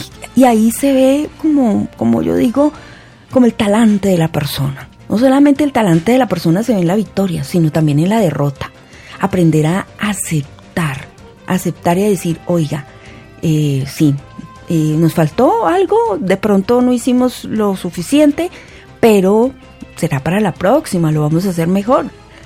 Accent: Colombia; manejó otras cosas que a veces como colombianos no manejamos.

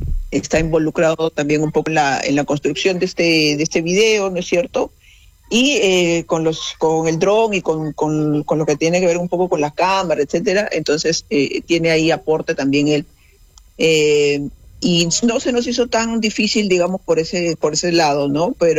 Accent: Lima, Peru; nosotros funcionamos acá en Lima, somos de Lima

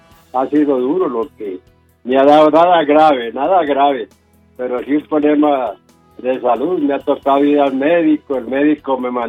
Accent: Casanare, Colombia; now in Bogotá, Colombia; mi tierra, Casanare.

